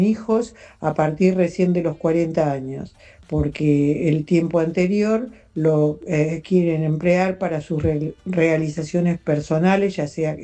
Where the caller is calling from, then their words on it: Buenos Aires, Argentina; de Villaluro